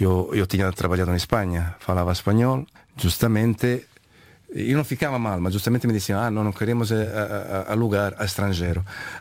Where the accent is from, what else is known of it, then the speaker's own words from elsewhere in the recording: Rome, Lazio, Italy; born there; Portuguese is a second language; Eu, graças a Deus, como nasci em Roma, eu acho que Roma me fez ver algumas coisas lindas